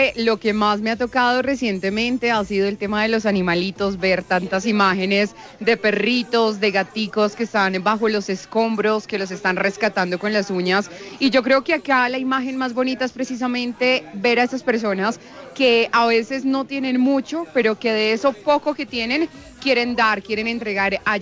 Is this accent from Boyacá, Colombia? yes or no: yes; Boyacá, Colombia; una labor que nos une como colombianos, que nos une como boyacenses